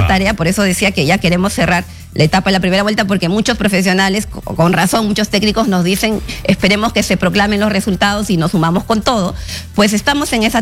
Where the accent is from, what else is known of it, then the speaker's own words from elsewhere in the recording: Peru; now in Lima, Peru; el gran desafío que tenemos como peruanos, sobre todo los que vivimos en Lima, en las grandes ciudades